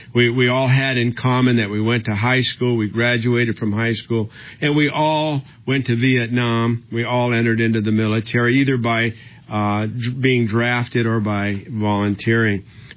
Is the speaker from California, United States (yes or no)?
yes; Los Angeles, California, United States; We're coming from Los Angeles, both of us. He was born in Mexico City, but then he ended up in downtown Los Angeles. I was born in East Los Angeles.